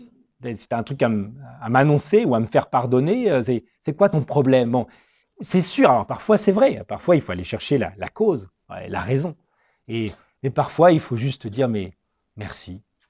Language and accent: French; Metz, Grand Est, France; born there; Moi, je suis né à Metz, en France.